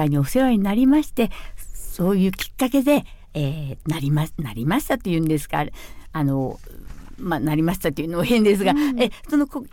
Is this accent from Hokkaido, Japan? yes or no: yes; Sorachi District, Hokkaido, Japan; moved away as an adult; now in Sapporo, Japan; 私は出身は空知郡内江町というところに生まれました。お嫁に来まして、札幌に移りました。